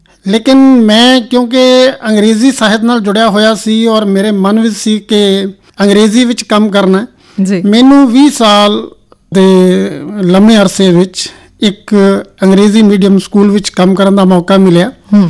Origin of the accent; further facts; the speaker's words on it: Firozpur, Punjab, India; ਮੇਰਾ ਬਚਪਨ ਫਿਰੋਜ਼ਪੁਰ ਵਿੱਚ ਗੁਜ਼ਰਿਆ, ਮੇਰਾ ਸੰਬੰਧ ਫਿਰੋਜ਼ਪੁਰ ਨਾਲ ਹੈ, ਤਾਂ ਮੇਰੀ ਮੁੱਢਲੀ ਪੜ੍ਹਾਈ ਫਿਰੋਜ਼ਪੁਰ ਤੋਂ ਹੋਈ